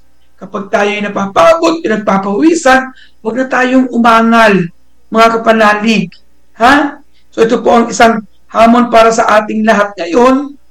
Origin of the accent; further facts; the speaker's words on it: Marilao, Central Luzon, Philippines; Ako po ay taga Marilao.